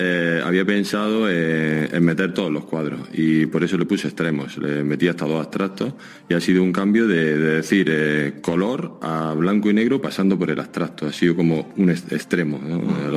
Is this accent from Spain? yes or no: yes; Jun, Andalusia, Spain; moved away as an adult; now in San Sebastián, Spain; Soy de un pueblecito al lado de Granada, a 2 kilómetros de Granada, y se llama Jun. Y bueno, y nada, pero ya te digo, Donostierra de hace 19 años.